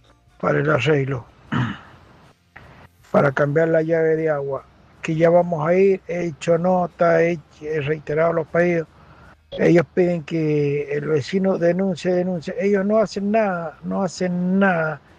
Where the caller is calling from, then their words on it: Guaymallén, Mendoza, Argentina; yo soy acá de Guaymallén.